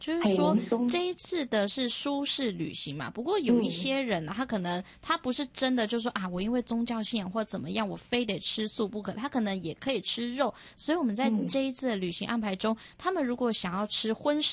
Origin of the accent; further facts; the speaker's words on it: Taiwan; 我们台湾人真的很在意吃的，